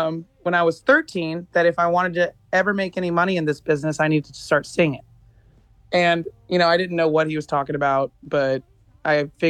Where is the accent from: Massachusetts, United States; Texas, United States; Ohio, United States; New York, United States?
Texas, United States; Austin; Even though I am from Austin, Texas, the land of UT.